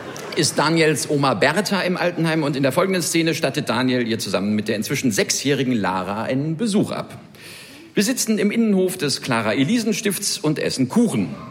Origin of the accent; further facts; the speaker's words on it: Cologne, North Rhine-Westphalia, Germany; Kommen wir beide aus der Stadt. Wir sind eigentlich beide in der Stunksitzung groß geworden, ich ein paar Jahre später.